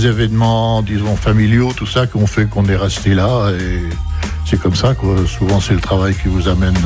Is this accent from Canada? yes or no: no; Virandeville, Normandy, France; also born or lived in Surtainville / Cherbourg; now in Les Pieux, France; moi je suis né à Virandville, près de Cherbourg, okay. Et je suis arrivé à Surtainville pendant, chez mes parents pendant jusqu'à mes 25-26 ans, quoi, Surtainville. 2 ans Cherbourg et après depuis les Pieux, depuis toujours.